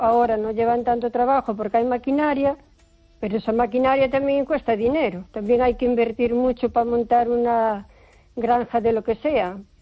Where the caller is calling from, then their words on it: O Carballiño, Galicia, Spain; Buenas noches, Esther … de Carballiño.